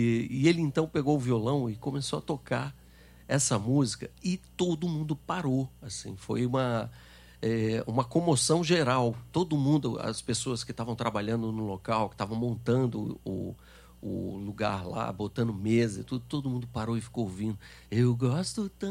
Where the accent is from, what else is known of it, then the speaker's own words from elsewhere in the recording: Brasília, Federal District, Brazil; also born or lived in Rio de Janeiro; eu tava em Brasília, eu morei lá muitos anos, né? Cresci lá, sou carioca, mas pai transferido para lá, essa história assim.